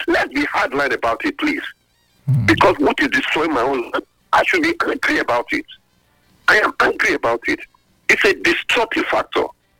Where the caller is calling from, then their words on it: Benin City, Edo, Nigeria; right. I'm calling from Benin.